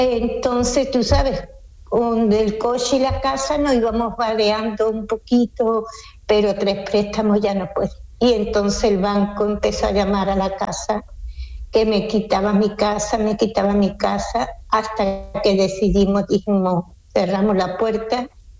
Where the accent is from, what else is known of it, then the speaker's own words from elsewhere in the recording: Seville, Andalusia, Spain; moved away as an adult; now in Switzerland; Ah, pues yo soy de Sevilla, de la calle Federico Sánchez Bedoya